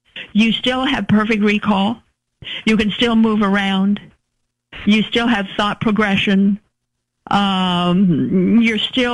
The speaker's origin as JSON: {"language": "English", "region": "Idaho", "country": "United States", "moved": "yes", "said": "back in Idaho, I come from Idaho, state of Idaho."}